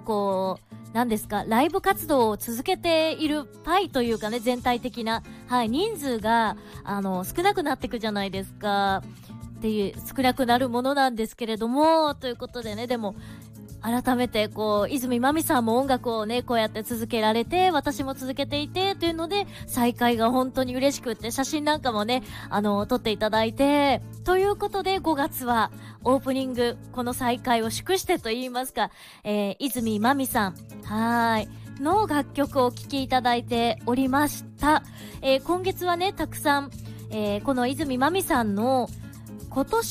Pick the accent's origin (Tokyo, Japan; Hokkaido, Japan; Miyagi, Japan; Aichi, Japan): Miyagi, Japan; Sendai; 仙台出身シンガーソングライターで聞き酒師、